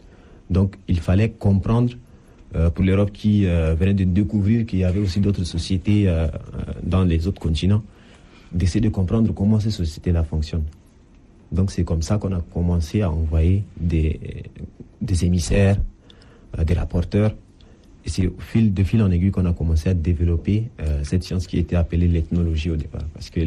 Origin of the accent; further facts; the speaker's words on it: N'Djamena, Chad; born there; comme je suis né en N'Djamena, j'étais coupé de ma racine culturelle, en fait.